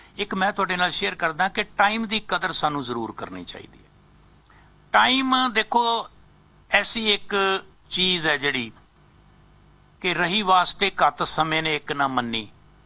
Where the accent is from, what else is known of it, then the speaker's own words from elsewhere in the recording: Punjab, India; ਕਿਉਂਕਿ ਅਸੀਂ ਪੰਜਾਬ ਤੋਂ ਆਏ ਹਾਂ, ਸਾਡੀ ਸੋਚ ਜਿਹੜੀ ਹੁੰਦੀ ਹੈ ਨਾ